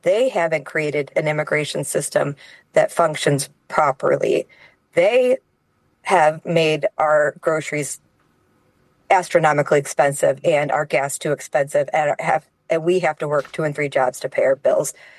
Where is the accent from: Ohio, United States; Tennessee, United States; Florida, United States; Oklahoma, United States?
Ohio, United States; born there; I was born in Ohio.